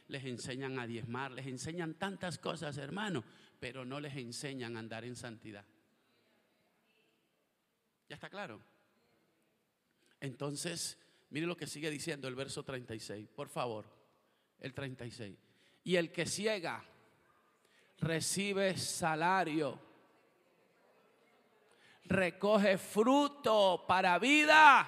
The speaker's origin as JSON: {"language": "Spanish", "region": "La Guajira", "country": "Colombia", "said": "en mi tierra, en La Guajira. Hay harta iguana."}